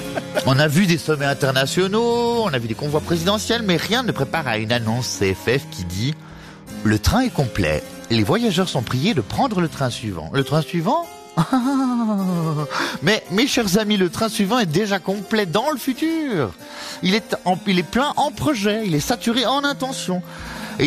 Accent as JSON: {"language": "French", "region": "Geneva", "country": "Switzerland", "said": "Moi, je suis Genevois, donc normalement, dans un train, je devrais être assis."}